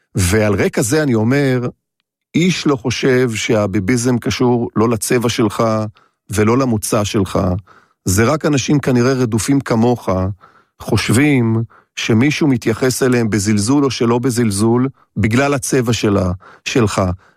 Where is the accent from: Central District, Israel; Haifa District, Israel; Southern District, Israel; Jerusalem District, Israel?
Haifa District, Israel; Haifa; born there; אני גם נולדתי בחיפה